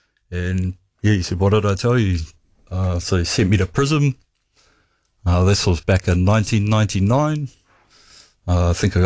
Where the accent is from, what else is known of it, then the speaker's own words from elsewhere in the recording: New Zealand; now in Tokoroa, New Zealand; So I grew up at Maunganui.